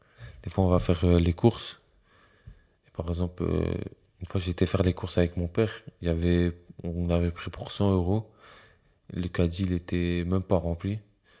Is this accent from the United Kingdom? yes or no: no; Brussels, Brussels-Capital Region, Belgium; J'ai choisi cette musique parce que Bruxelles, comme je viens de Bruxelles